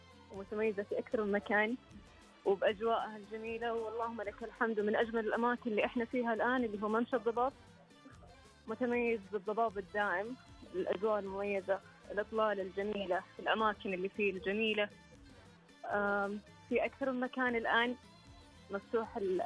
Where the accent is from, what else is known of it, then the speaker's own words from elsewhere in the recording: Abha, Asir, Saudi Arabia; انا من اهل ابها